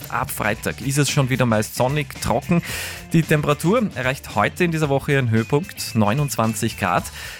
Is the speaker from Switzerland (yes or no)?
no; Austria; dass das ein oder andere Tief ein bisschen länger verweilt bei uns in Österreich